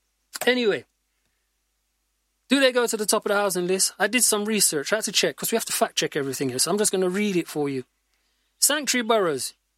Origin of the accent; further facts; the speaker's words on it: United Kingdom; as African British people.